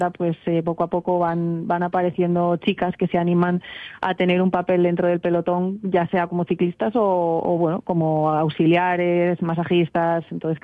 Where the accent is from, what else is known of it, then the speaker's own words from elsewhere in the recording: Graus, Aragon, Spain; yo me cogí un avión para venir a las fiestas de Grau, que yo soy de Grau, y entonces me cogí un avión